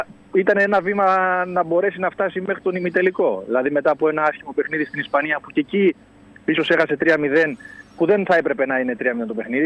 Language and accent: Greek; Greece